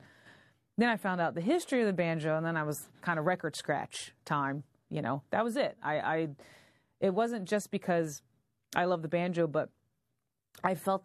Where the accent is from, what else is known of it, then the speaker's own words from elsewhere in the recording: North Carolina, United States; I've born and raised in North Carolina. But anyway, that's you know, that's another thing. So I just grew up, you know, as a Southerner, and I grew up with my grandparents first, and living out in the country